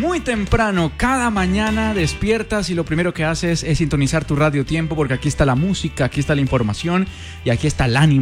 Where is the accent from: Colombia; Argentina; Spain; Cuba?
Colombia; Cali, Valle del Cauca; nosotros como caleños